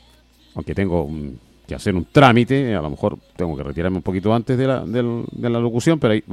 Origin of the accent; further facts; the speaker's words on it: Chile; Porque aquí somos chilenos los 365 días del año, no solamente para fiestas patrias.